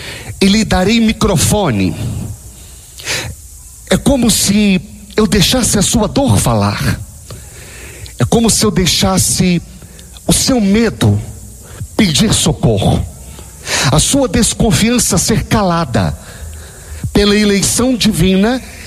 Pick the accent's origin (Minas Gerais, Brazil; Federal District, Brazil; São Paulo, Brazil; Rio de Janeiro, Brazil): Minas Gerais, Brazil; Anteontem, ou como nós mineiros gostamos de dizer, antonte, não é? Antonte.